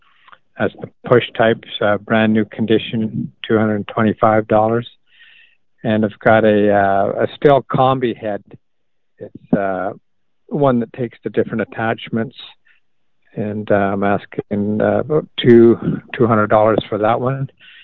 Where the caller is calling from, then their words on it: Winnipeg, Manitoba, Canada; Winnipeg.